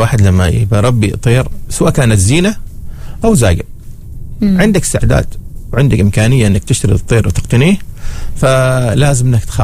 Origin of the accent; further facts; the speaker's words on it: Saudi Arabia; يعني مثل عندنا في المملكة العربية السعودية.